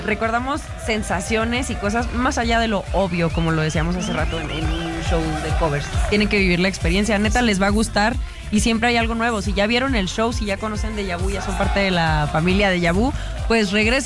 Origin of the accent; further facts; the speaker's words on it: Venezuela; moved away; Pues yo soy venezolana.